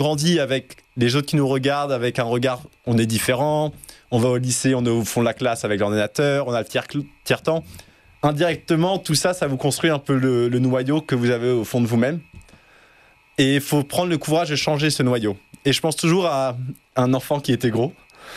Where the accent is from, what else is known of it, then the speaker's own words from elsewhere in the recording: France; born there; Mon papa est autrichien. Et je suis né en France.